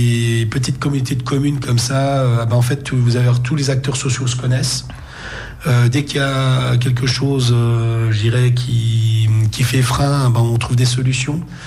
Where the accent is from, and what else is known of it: Nancy, Grand Est, France